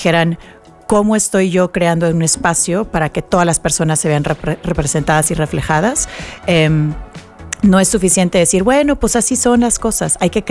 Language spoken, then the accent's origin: Spanish; Mexico; moved away; Como mexicana lo siento, lo veo, lo vivo, lo respiro, a pesar de que ahora vivo fuera del país.